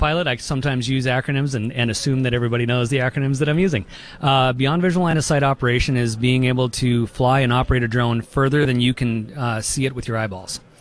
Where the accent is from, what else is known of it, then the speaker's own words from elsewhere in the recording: Winona, Minnesota, United States; also born or lived in Idaho; Yeah, I was born in Winona, so I've been a Midwest kid my entire life. Did live in the state of Idaho for a while, deployed to Afghanistan.